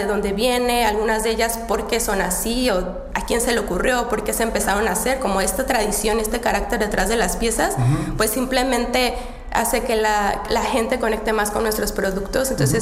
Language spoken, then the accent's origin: Spanish; Mexico; now in Czechia; también en especial cuando saben que soy que soy mexicana